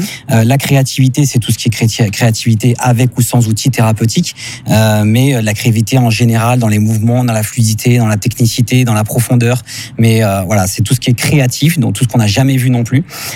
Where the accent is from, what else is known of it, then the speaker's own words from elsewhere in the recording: Provence-Alpes-Côte d'Azur, France; Moi, je suis de la Côte d'Azur, donc j'ai fait quand même 450 km pour venir les voir